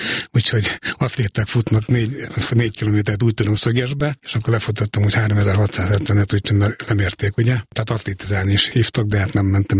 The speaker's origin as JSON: {"language": "Hungarian", "town": "Miskolc", "region": "Borsod-Abaúj-Zemplén", "country": "Hungary", "tie": "born there", "said": "Miskolcon születtem 1965-ben"}